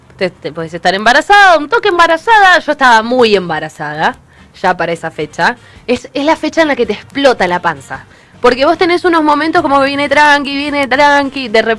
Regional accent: Argentina; nos representa mucho como argentinos

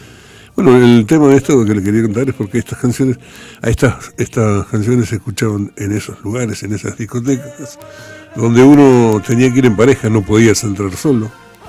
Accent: Comodoro Rivadavia, Chubut, Argentina; moved away; En mi adolescencia, en Comodoro Rivadavia

